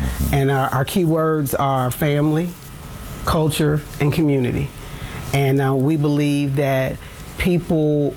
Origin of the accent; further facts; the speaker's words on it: Cincinnati, Ohio, United States; excited to be here in my hometown of Cincinnati